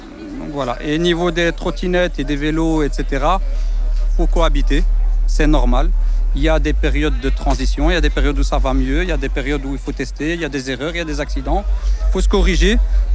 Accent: Evere, Brussels-Capital Region, Belgium; J'ai grandi à Evere. J'ai vécu pendant 15 ans à Evere, donc à Bordet, vraiment à l'extrémité de Bruxelles.

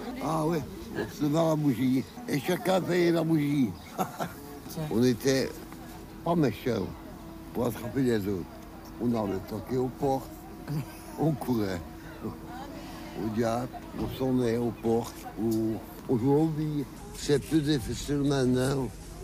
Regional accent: Floreffe, Wallonia, Belgium; born or raised there

